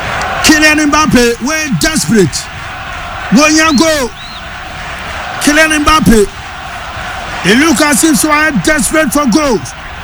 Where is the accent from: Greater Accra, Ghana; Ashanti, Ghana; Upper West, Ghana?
Ashanti, Ghana; Kumasi; What's a good evening? … from Kumasi.